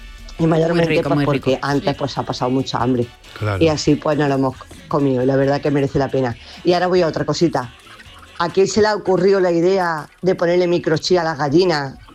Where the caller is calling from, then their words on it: Andújar, Andalusia, Spain; desde Sevilla, aunque soy de Andújar.